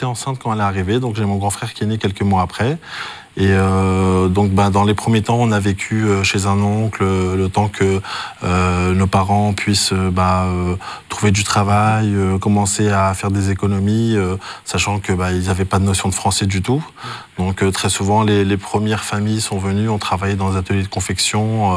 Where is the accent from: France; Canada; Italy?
France; Moi, j'ai grandi en France.